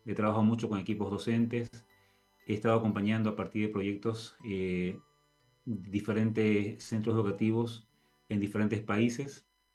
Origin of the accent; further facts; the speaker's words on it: Bolivia; soy de Bolivia, estoy en la parte más oriental del país, estoy aquí cerca de Brasil realmente, una zona muy cálida, muy linda